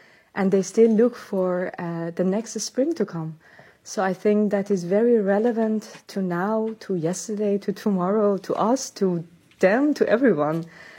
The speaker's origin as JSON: {"language": "English", "country": "Iran", "second_language": "English", "lives_now": "Netherlands", "said": "resonates with people in Gaza and people in Lebanon and people in Iran, my home country. But also, how interesting to see that the story existed many, many, many times during the history in different regions, and also where I live now, and it is my home now, which is the Netherlands."}